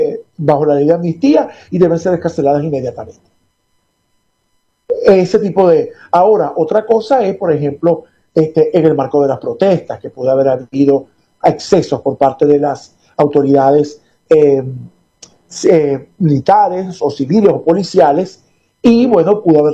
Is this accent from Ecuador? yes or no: no; Venezuela; El gran reto para nosotros como venezolanos es que nuestra sociedad y nuestros poderes públicos realmente comiencen a trabajar de manera democrática